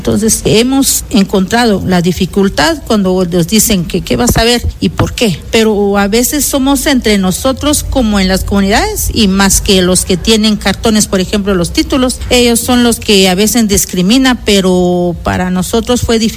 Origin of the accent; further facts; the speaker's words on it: Alta Verapaz, Guatemala; first language Q'eqchi'; Spanish is a second language; soy de Alta Verapaz y mi idioma es Jechi.